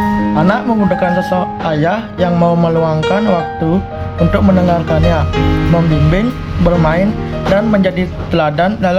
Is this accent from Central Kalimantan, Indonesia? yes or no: no; Klungkung, Bali, Indonesia; asal dari Klungkung.